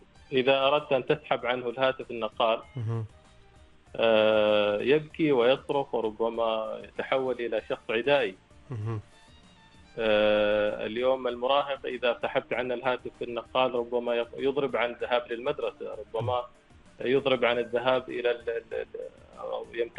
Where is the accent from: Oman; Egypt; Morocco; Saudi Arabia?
Oman; نحن اليوم عندنا في سلطنة عمان